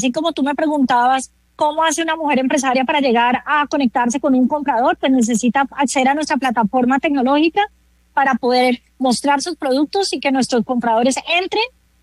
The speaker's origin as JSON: {"language": "Spanish", "country": "Colombia", "said": "como mujer colombiana que representa una entidad que apoya al desarrollo productivo de empresarios en países emergentes"}